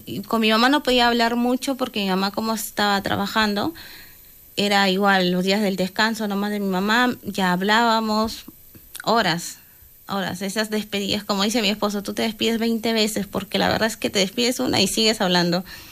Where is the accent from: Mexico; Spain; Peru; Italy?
Peru; moved away; No lo creo, porque la situación en mi país ahorita está muy complicada realmente.